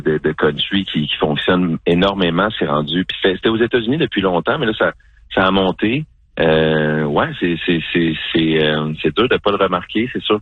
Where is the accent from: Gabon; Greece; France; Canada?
Canada; Saint-Hyacinthe, Quebec; j'ai grandi à Saint-Hyacinthe.